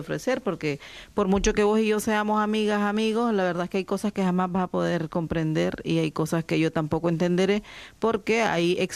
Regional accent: Nicaragua; moved away; yo por ejemplo soy del norte de Nicaragua y también pues soy de origen campesino, mis padres son campesinos, y luego también viví en la ciudad

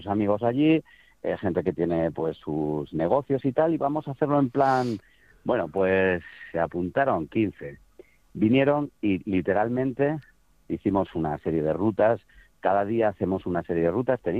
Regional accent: Nuñomoral, Extremadura, Spain; now in Huesca, Spain; Sí, un extremaño, sí, desde hace bastantes años aquí en Huesca.

